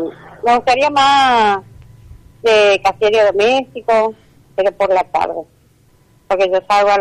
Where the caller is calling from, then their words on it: Resistencia, Chaco, Argentina; De Resistencia.